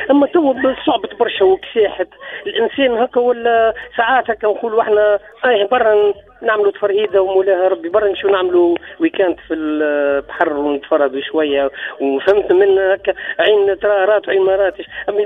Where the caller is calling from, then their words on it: Tunis, Tunis Governorate, Tunisia; نرجع من باب السويقة تونس العاصمة.